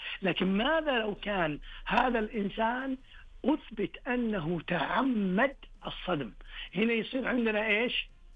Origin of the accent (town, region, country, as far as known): Saudi Arabia